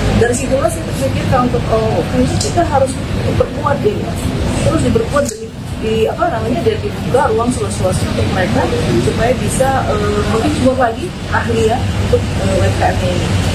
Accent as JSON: {"language": "Indonesian", "town": "Sorong", "region": "Southwest Papua", "country": "Indonesia", "tie": "born or raised there", "said": "saya ini lahir di Sorong."}